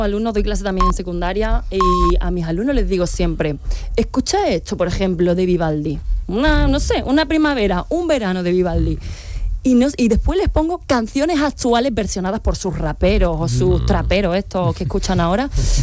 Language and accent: Spanish; Granada, Andalusia, Spain; mira que soy granadina